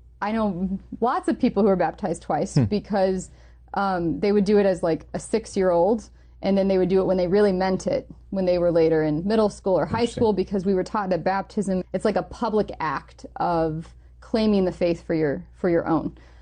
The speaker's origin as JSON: {"language": "English", "region": "Indiana", "country": "United States", "tie": "born or raised there", "said": "I grew up around Indiana until I was in middle school."}